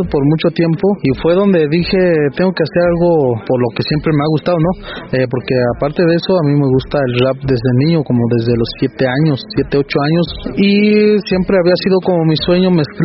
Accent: San José Tenango, Oaxaca, Mexico; dar a conocer mi pueblo, mi municipio, que es San José Tenango, que la gente externa de mi pueblo vea que Agua Oscura está presente, ¿no? Que Agua Oscura existe en el mapa, San José Tenango, Llano de Árnica

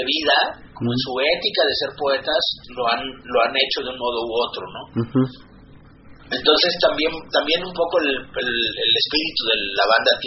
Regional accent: Acapulco, Guerrero, Mexico; Acapulco, que es el puerto donde yo nací.

